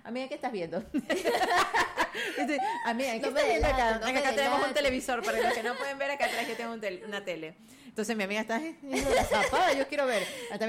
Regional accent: Ecuador

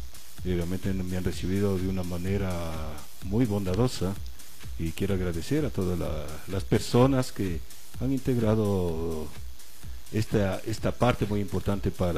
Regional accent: Quito, Pichincha, Ecuador; moved away as an adult; now in Ambato, Ecuador; No, yo soy de Quito.

